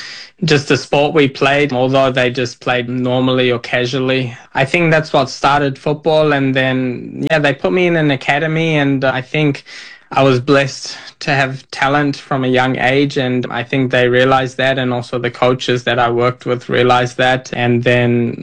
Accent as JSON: {"language": "English", "country": "New Zealand", "tie": "born there", "said": "Obviously, I was born in New Zealand, but I come from Indian background with Punjabi parents."}